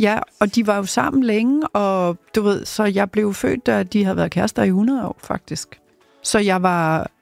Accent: Slagelse, Zealand, Denmark; Men kultur for unge mennesker var der simpelthen ikke ret meget af, der da jeg var ung i Slagelse.

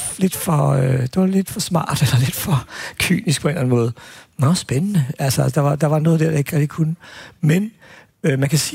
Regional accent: Albertslund, Capital Region of Denmark, Denmark; jeg er sådan lidt arveligt belastet, fordi at jeg voksede op i Appelslund, hvor vi havde to fængsler.

